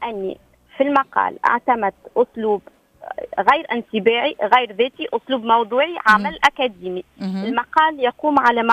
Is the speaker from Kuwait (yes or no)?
no; Tunisia; صباح تونسنا الجميلة.